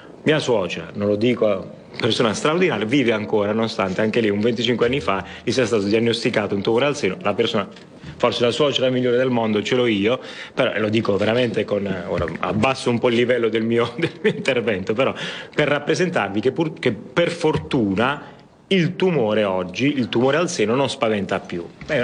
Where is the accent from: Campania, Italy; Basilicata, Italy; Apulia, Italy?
Apulia, Italy; Bari; accent: southern, Bari; come capirete dal mio accento di cui sono orgoglioso, sono meridionale barese